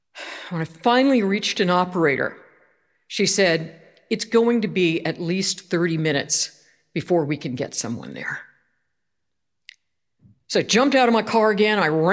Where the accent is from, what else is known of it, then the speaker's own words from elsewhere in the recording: East Coast, United States; also born or lived in California; And I spent about half my life on the East Coast. I'm from the East Coast. About half my life in California.